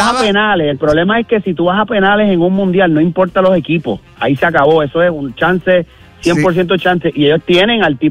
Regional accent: Argentina

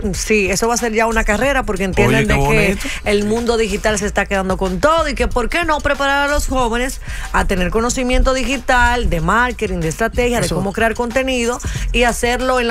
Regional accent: Licey al Medio, Santiago, Dominican Republic; Sí, yo soy de Licey al medio, orgullosamente de Uberal.

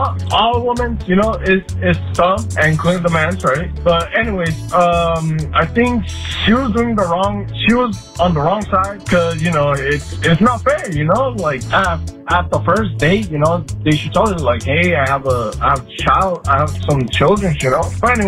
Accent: Los Angeles, California, United States; I'm from Los Angeles.

